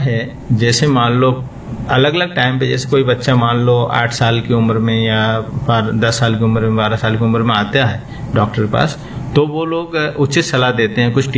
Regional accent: Bhind, Madhya Pradesh, India; मैं भिंड का रहने वाला हूँ तो उधर बहुत ज्यादा बबूल और नीम होता है

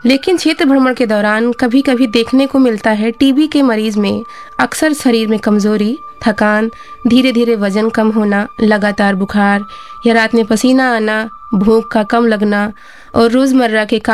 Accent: Gonda, Uttar Pradesh, India; मैं गोंडा नगर से हूँ

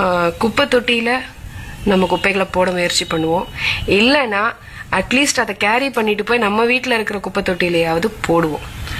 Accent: Chennai, Tamil Nadu, India; நான் ஒரு மலையாளியாக இருந்தாலும் பிறந்து வளர்ந்தது எல்லாமே சென்னை தான்.

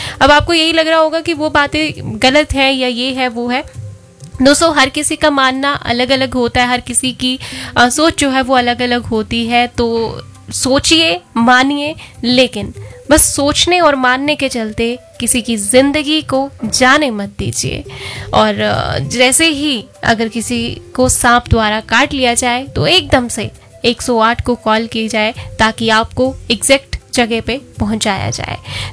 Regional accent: Himachal Pradesh, India; तो दोस्तों, हम हिमाचल के रहने वाले हैं और हिमाचल की पहाड़ियाँ हमें जीवन देती हैं

